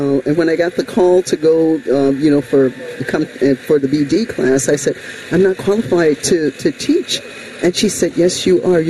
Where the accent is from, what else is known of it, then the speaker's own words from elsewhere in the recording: Alabama, United States; moved away as an adult; also born or lived in Elgin; now in McHenry County, United States; Well, I grew up in Alabama.